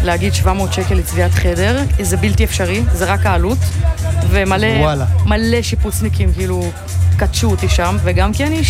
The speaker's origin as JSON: {"language": "Hebrew", "town": "Tel Aviv", "region": "Tel Aviv District", "country": "Israel", "said": "אני מתל אביב"}